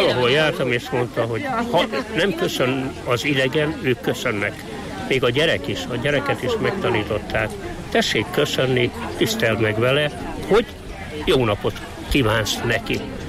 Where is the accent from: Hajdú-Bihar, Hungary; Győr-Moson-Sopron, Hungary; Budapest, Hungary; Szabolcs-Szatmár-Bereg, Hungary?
Szabolcs-Szatmár-Bereg, Hungary; én Szabolcsi vagyok